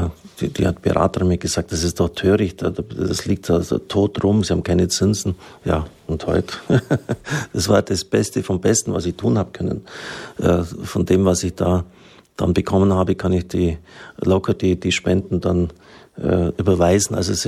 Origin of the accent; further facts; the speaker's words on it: Swabia, Germany; Ich bin ein Schwabe.